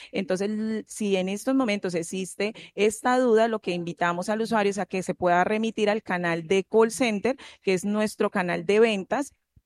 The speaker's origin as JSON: {"language": "Spanish", "region": "Valle del Cauca", "country": "Colombia", "tie": "born or raised there", "said": "en el barrio La Independencia, nacida y criada en La Independencia."}